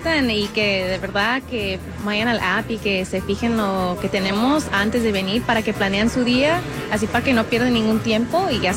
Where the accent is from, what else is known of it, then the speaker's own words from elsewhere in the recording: Mexico; para mí, siendo mexicana